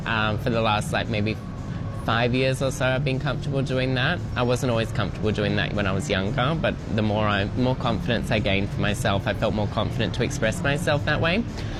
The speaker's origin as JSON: {"language": "English", "town": "Perth", "region": "Western Australia", "country": "Australia", "tie": "born or raised there", "also_born_or_lived": "Melbourne", "moved": "as an adult", "lives_now": "Bangkok, Thailand", "said": "because I live in Bangkok now, right? But when I lived in Australia, not when I lived in Melbourne, but my hometown Perth, like I was 5 minutes from the beach"}